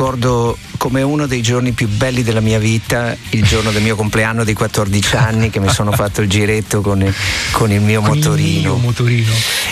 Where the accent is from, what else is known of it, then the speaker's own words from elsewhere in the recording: Bologna, Emilia-Romagna, Italy; a Bologna, da dove vengo io